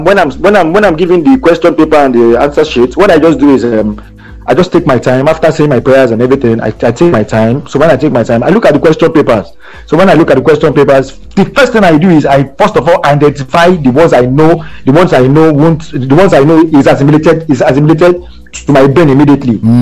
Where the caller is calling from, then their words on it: Lagos, Nigeria; I'm calling from Ogba.